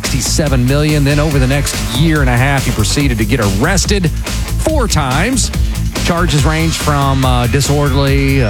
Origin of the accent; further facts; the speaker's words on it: Kentucky, United States; In case you don't know, I'm from Kentucky.